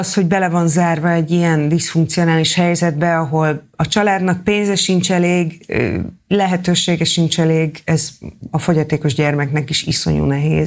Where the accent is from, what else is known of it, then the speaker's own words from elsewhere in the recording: Nyíregyháza, Szabolcs-Szatmár-Bereg, Hungary; azon a lakótelepen történt, ahol én is felnőttem Örökösföldön